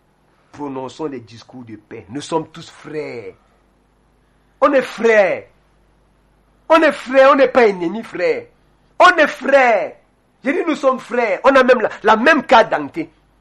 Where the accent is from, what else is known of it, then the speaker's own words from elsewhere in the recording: Cameroon; on a grandi ici en Konongo. Je parle Lombo